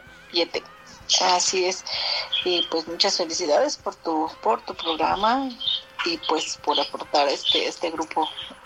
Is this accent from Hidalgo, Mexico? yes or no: yes; Hidalgo, Mexico; Yo soy de Hidalgo. Bueno, donde yo vivo se llama Zacualtipán Hidalgo, pertenece a Pachuca Hidalgo.